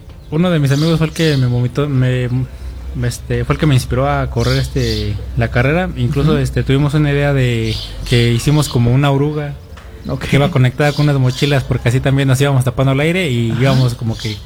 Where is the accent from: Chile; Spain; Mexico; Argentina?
Mexico; Pachuca, Hidalgo; porque no soy de aquí de Tlahuelilpan, soy de Pachuca.